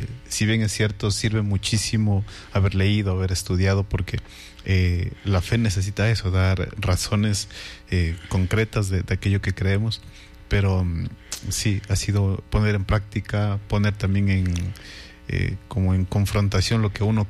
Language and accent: Spanish; Salcedo, Cotopaxi, Ecuador; Yo soy de la parroquia Mulalillo, en el cantón Salcedo. Pues mi madre es Nancy, mi padre Ítalo. Tengo, a Dios gracias, 3 hermanos más de parte de papá. No vivo con ellos, pero pues de madre soy hijo único.